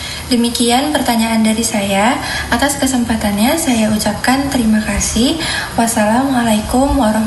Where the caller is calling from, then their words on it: Depok, West Java, Indonesia; Saya berasal dari kota Depok.